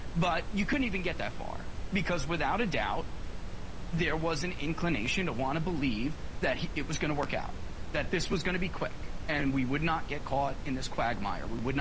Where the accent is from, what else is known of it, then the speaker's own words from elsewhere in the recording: New York, United States; And I'm originally from New York. I'm not, you know, I'm living in the South now, but I was, you know, a native New Yorker.